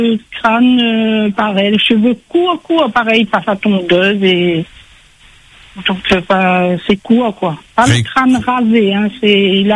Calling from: Réunion

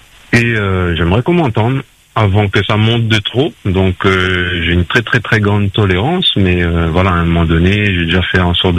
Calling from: Saint-Leu, Réunion; j'habite à Piton-Saint-Leu, un quartier Portail.

